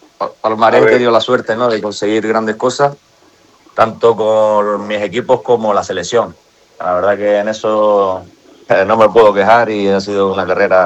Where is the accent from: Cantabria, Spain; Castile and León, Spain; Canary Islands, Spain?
Canary Islands, Spain; yo soy de las Islas Canarias, del sur, pero tengo unos terrenos, unos viñedos en la zona centro de la isla